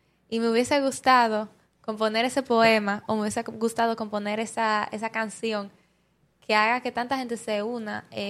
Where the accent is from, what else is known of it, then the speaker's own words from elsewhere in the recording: Dominican Republic; lo que somos nosotros como dominicanos